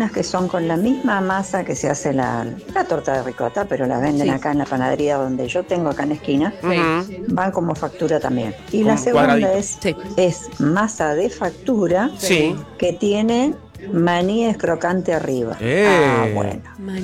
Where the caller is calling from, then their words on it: Buenos Aires, Argentina; acá de Caballito.